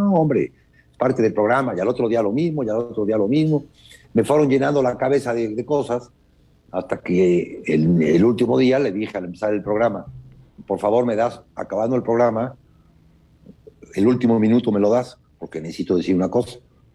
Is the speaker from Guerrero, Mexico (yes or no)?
no; Puebla, Mexico; de poblano a poblano se lo digo. Y así somos los poblanos.